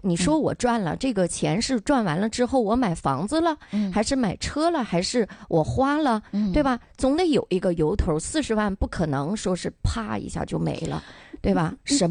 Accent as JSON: {"language": "Chinese", "region": "Northeast China", "country": "China", "accent": "Northeastern", "said": "就是咱们东北话说叫看眼的老百姓，可能我也是东北的律师，嗓门也大，说话可能也脆"}